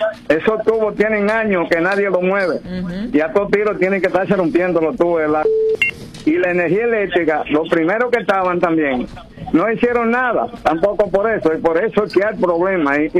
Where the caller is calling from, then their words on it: Puerto Rico; yo tengo 50 años aquí